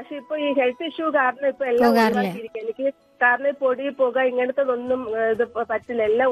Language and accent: Malayalam; Thiruvananthapuram, Kerala, India; moved away as an adult; now in Kunnukara, Ernakulam, India; എന്റെ നാട് തിരുവനന്തപുരമാണ്. ഹസ്ബൻഡ് തിരുവനന്തപുരം കാട്ടാക്കട.